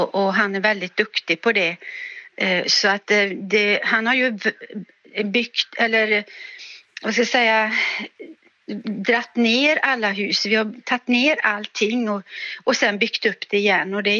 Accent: Uddevalla, Västra Götaland County, Sweden; born there; now in Öland, Sweden; Ja, jag är egentligen född i Uddevalla.

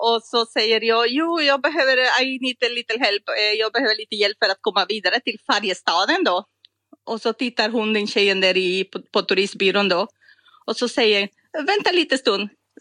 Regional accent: Costa Rica; Swedish is a second language; moved away as an adult; Jag kommer från Costa Rica. Och hade studerat i Polen då på 90-talet.

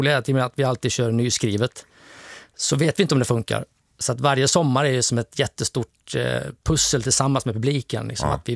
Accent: Västra Götaland County, Sweden; accent: Sjuhäradsbygden dialect; Det är den dialekten som vi har hemma i vår by där jag kommer ifrån. Pratar vi på detta viset.

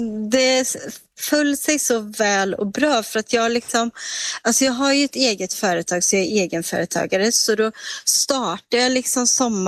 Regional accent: Sweden; moved away as an adult; now in abroad; när jag bodde i Sverige, alltså jag är ändå född i Sverige och bott där tills jag var 36 år

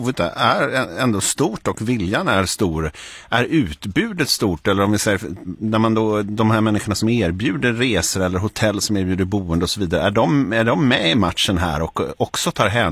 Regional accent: Stockholm, Stockholm County, Sweden; Eller ja, jag säger oss som stockholmare, men tyvärr inte som hundägare.

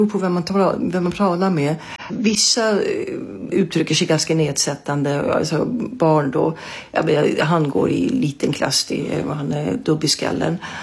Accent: Sweden; moved away as an adult; now in Tallinn, Estonia; Jag är född och uppvuxen i Sverige

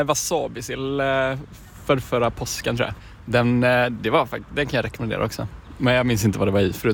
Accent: Skåne, Sweden; jag kommer från Skåne, det kanske kommer därifrån.

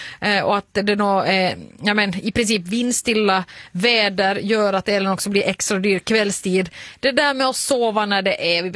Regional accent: Finland; Det mörkare som den finländare jag är.

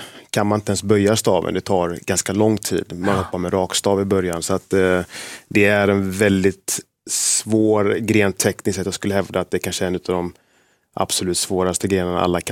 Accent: Gothenburg, Västra Götaland County, Sweden; Och vi hade ju något som hette Angeredscupen i Angered där jag växte upp.

